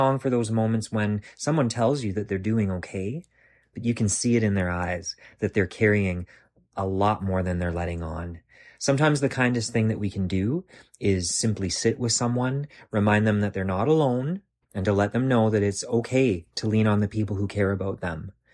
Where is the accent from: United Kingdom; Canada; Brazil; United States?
Canada; Flin Flon, Manitoba; from Flin Flon, Manitoba